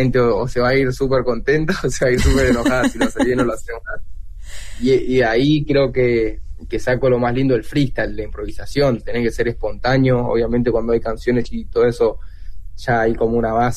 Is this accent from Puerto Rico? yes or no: no; Buenos Aires, Argentina; Yo soy de la Comuna 4 de Buenos Aires